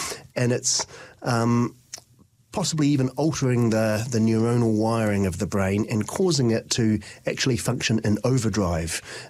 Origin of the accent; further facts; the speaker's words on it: Christchurch, Canterbury, New Zealand; when I grew up in Christchurch